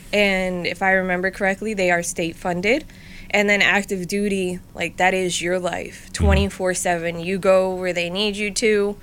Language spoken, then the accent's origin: English; North Brunswick, New Jersey, United States; also born or lived in California; I was born in California, but raised in North Brunswick, New Jersey. I usually tell people, since I have the accent and the attitude, that's it.